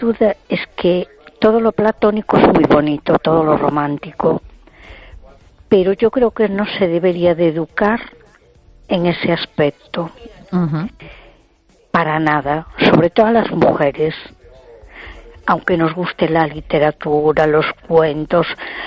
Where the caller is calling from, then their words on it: A Coruña, Galicia, Spain; de Coruña.